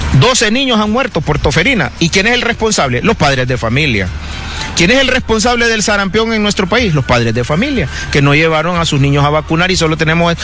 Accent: Honduras; cuando somos los hondureños los que no nos vamos a vacunar

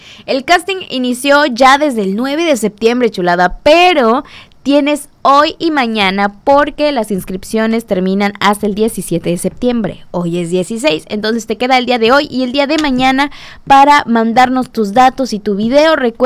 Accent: Mexico

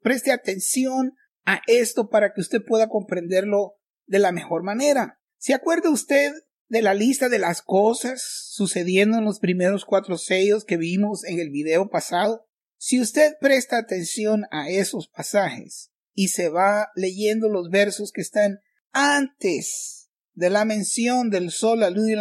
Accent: Honduras; Yo soy hondureño

